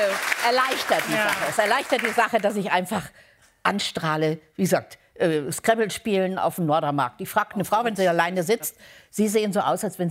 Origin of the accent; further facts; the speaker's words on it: Lower Saxony, Germany; born there; now in Munich, Germany; Geborene Niedersächsin.